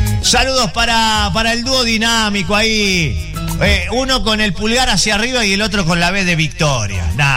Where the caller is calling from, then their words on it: General Alvear, Mendoza, Argentina; Hola, buen día … de General Alvear Mendoza.